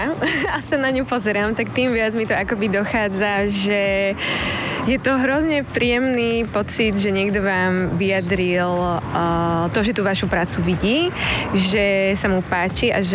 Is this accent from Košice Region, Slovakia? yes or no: yes; Košice, Košice Region, Slovakia; ja aj producent sme z Košic.